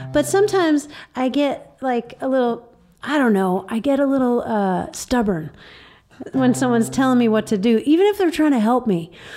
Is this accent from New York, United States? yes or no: yes; New York, United States; moved away; I grew up in New York.